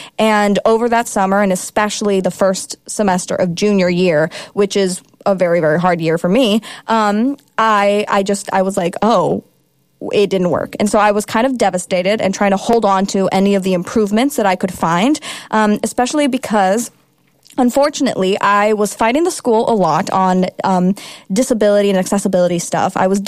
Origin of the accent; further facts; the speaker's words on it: Kansas, United States; moved away as an adult; They're on the East Coast, and I'm from Kansas, middle of the country.